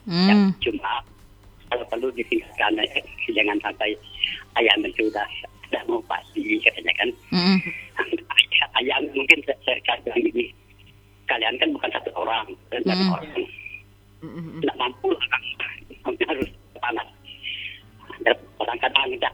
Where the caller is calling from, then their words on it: Bonti, West Kalimantan, Indonesia; di kampung kami, di kampung Lanong.